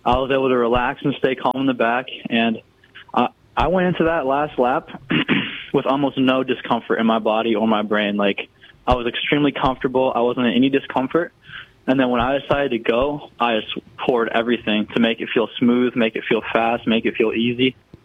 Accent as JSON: {"language": "English", "country": "United States", "said": "the Olympics is in my home country, not very far from where I live now."}